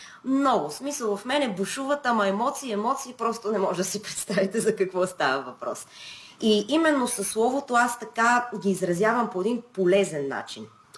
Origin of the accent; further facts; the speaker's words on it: Sofia, Sofia City, Bulgaria; born there; И в София живея в момента. Родена съм в София, малко прекарах време.